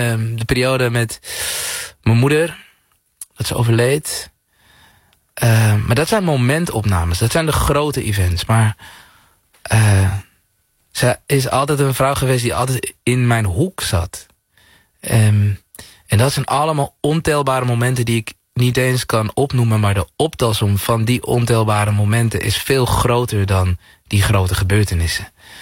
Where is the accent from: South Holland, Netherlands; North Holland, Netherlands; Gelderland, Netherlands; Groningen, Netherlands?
North Holland, Netherlands; Zaandam; de plek waar ik vandaan kwam, Zaandam, was niet de meest heilige plek.